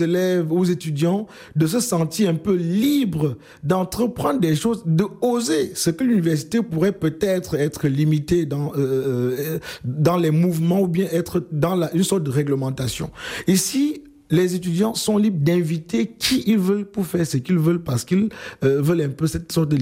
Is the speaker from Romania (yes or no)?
no; Cameroon; now in Belgium; je suis membre de Kwala depuis le Cameroun avant d'arriver à Belgique.